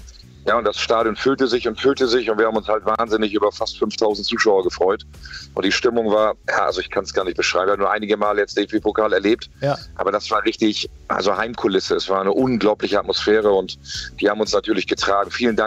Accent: Bremen, Germany; HSV als Bremer ist natürlich auch mal wunderbar.

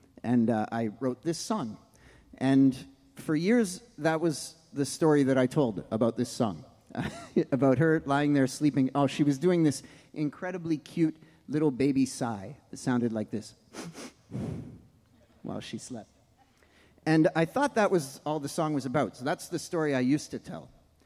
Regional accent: Canada; We're from Canada.

